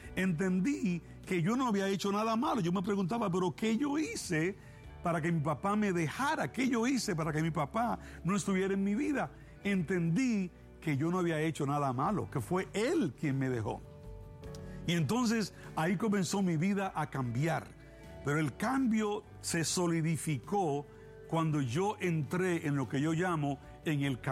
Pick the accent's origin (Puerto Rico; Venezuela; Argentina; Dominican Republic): Dominican Republic; born there; moved away; also born or lived in New York; yo nací en República Dominicana, renací en Nueva York